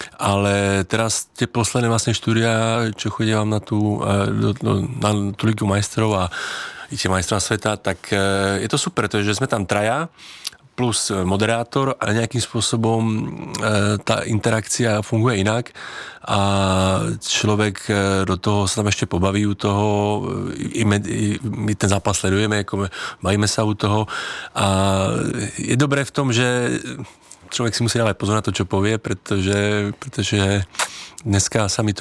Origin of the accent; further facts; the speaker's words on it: Košice, Košice Region, Slovakia; že ja som z Košíc, no tak to ani náhodou.